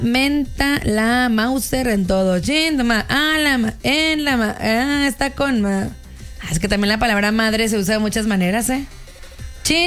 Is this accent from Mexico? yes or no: yes; Mexico; Fallé como mexicana, me enchilo y no como picante.